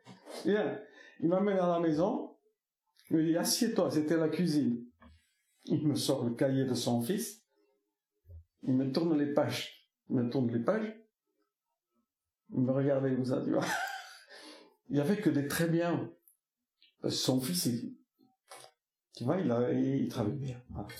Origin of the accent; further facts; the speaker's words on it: Nouvelle-Aquitaine, France; chez moi, dans le Pays Basque, dans les Pyrénées